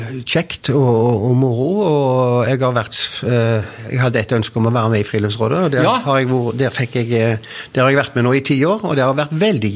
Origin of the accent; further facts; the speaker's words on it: Håvik, Rogaland, Norway; Jeg er fra Håvik